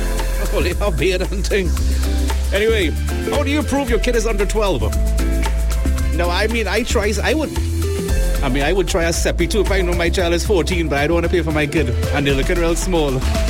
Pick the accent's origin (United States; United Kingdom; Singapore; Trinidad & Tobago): Trinidad & Tobago; Barataria; Barataria, my hometown.